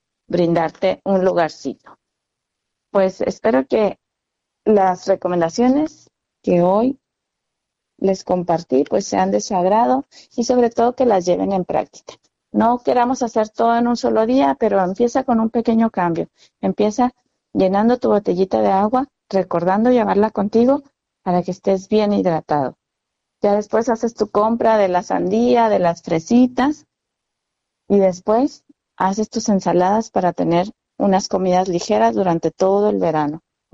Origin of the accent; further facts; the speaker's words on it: Ciudad Juárez, Chihuahua, Mexico; nuestra sociedad juarense